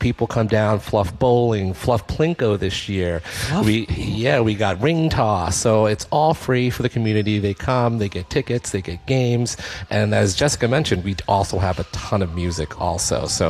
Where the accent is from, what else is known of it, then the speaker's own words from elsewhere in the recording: United States; moved away; I'm from the New York, New Jersey area